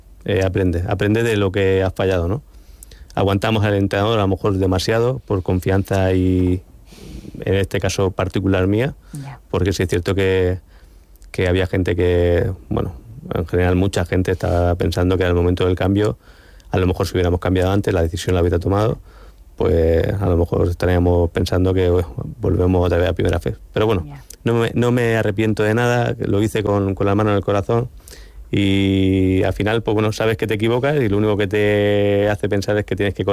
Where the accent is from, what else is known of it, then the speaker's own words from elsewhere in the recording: Cartagena, Region of Murcia, Spain; siendo cartagenero, conociendo a mis paisanos